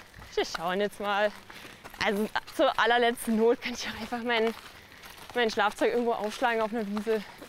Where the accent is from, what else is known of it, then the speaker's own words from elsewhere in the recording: Karlsruhe, Baden-Württemberg, Germany; Aus Karlsruhe.